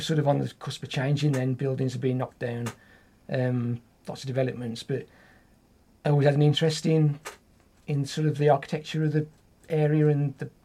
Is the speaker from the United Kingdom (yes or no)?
yes; Tipton, West Midlands, United Kingdom; also born or lived in West Bromwich / Oldbury / Pensnett; I've always lived in the Black Country. I was born in West Bromwich, grew up in Tipton, lived there till I got married. And then, but I've always lived in like Oldbury, lived in Pensnet, the Black Country area.